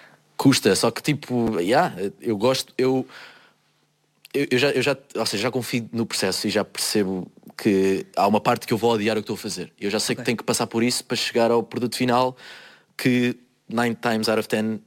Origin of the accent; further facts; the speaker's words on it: Rio de Janeiro, Brazil; Eu sou …. E eu nasci no Rio de Janeiro.